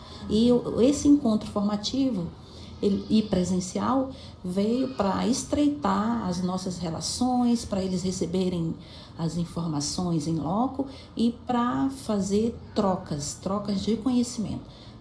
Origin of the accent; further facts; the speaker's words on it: Atalaia do Norte, Amazonas, Brazil; born there; moved away as an adult; also born or lived in Tabatinga; aqui da cidade de Tabatinga. É minha cidade do coração, mas eu nasci no pelotão militar de Estirão do Equador, numa casa de palha, com paxiúba, à beira do rio Javari. Eu sou, como é que se diz? Eu sou do município de Atalaia do Norte, né? Sendo que eu da região de Atalaia do Norte, do rio Javari.